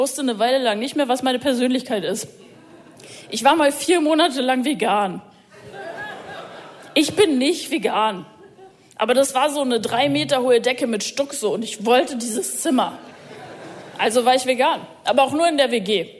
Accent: Munich, Bavaria, Germany; Ich habe ja schon erwähnt, ich komme aus München und ich mag die Stadt. Ich liebe die wirklich, ich bin da geboren, aufgewachsen.

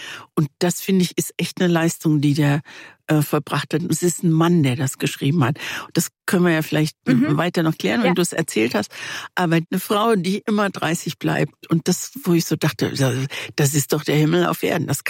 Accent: Morocco; Ja, als Marokkanerin mit Französisch ist das lächerlich.

